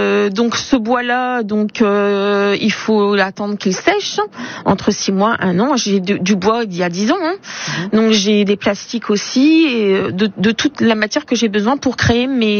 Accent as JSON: {"language": "French", "town": "Saint-Valery-sur-Somme", "region": "Hauts-de-France", "country": "France", "tie": "born there", "said": "Oui, je suis née à Saint-Valery-sur-Somme."}